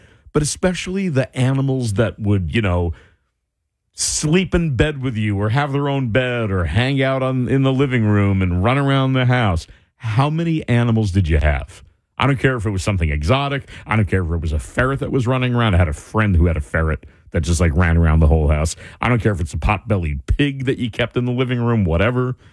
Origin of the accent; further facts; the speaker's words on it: Rahway, New Jersey, United States; I know it well. I grew up in Rahway.